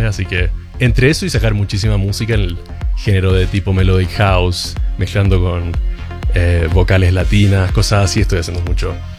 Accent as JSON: {"language": "Spanish", "country": "Chile", "moved": "yes", "said": "yo soy chileno, pero vivo en Europa y ahora estoy de tour en Norteamérica"}